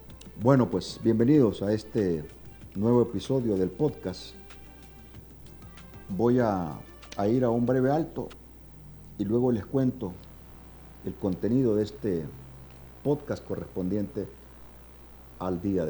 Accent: Honduras

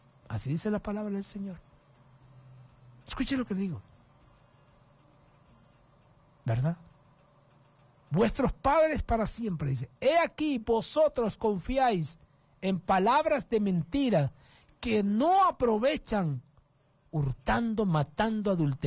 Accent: Honduras; Para que vea que soy catracho.

